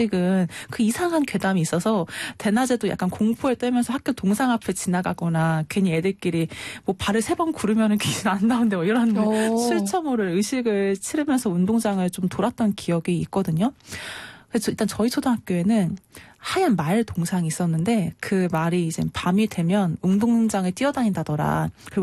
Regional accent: South Korea; 한국인으로서 저승사자는 좀 다른 면이 있어요.

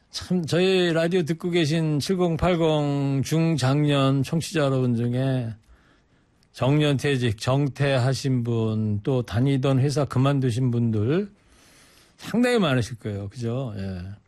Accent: Anseong, Gyeonggi Province, South Korea; moved away; 제가 지난주에 제 고향 안성 갔다 왔는데

